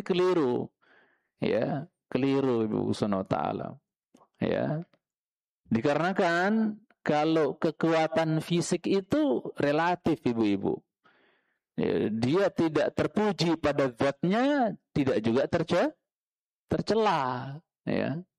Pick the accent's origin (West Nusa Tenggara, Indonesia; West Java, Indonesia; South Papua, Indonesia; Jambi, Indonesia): West Nusa Tenggara, Indonesia; Lombok; Rinjani lah di kampung saya